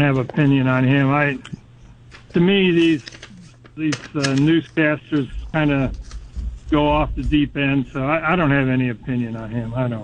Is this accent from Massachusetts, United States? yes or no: no; Detroit, Michigan, United States; I grew up in Detroit, so I'm a Lions fan